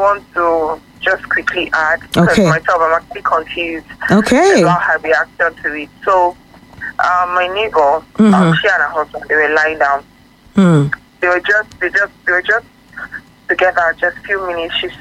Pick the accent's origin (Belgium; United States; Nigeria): Nigeria; Lagos; from Lagos.